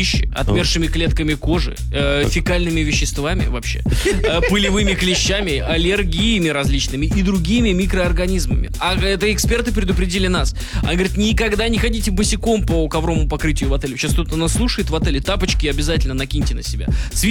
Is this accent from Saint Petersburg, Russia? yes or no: yes; Saint Petersburg, Russia; И у нас 9 утра в Петербурге, и все это по московскому времени, а мы из Питера